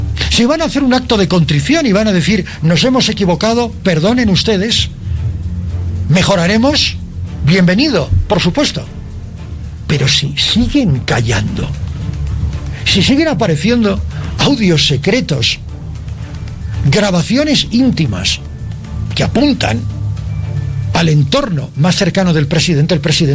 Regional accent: Bolivia

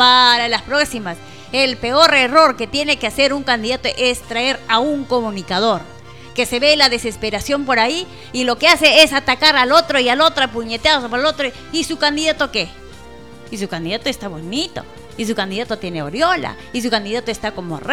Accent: Mazamari, Junín, Peru; somos de acá, somos de Masamari, nos quedamos acá

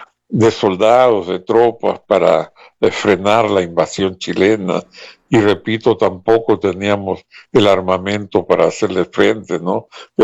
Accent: Tacna, Peru; now in Lima, Peru; Por eso es que en Tacna siempre cualquier tacneño sabrá siempre recordar, y es lo que hago yo en este momento, Vivo en Lima ya desde hace muchos años, pero no puedo olvidar mi participación cuando ya desde el colegio primario

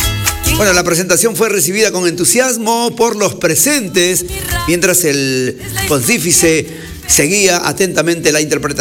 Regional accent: Peru; mi Perú. Peruanazo, peruanísimo.

